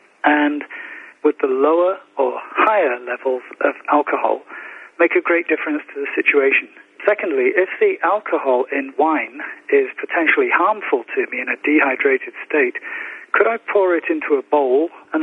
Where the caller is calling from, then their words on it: Hiroshima, Japan; from Hiroshima in Japan.